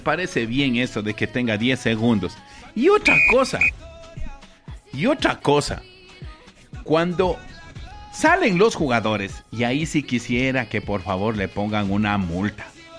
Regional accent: Ecuador; somos campeones los ecuatorianos

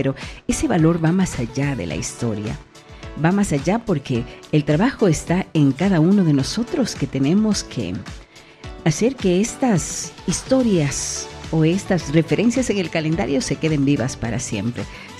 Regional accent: Ecuador

